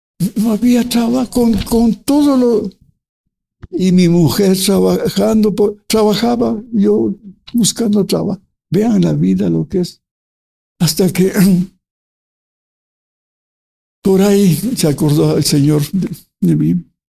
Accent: Colombia; moved away; Ya, ya vine de Colombia con esas agallas de ser rico.

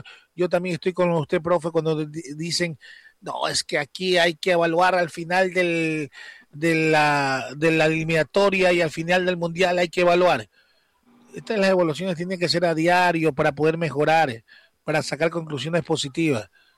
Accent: Ecuador

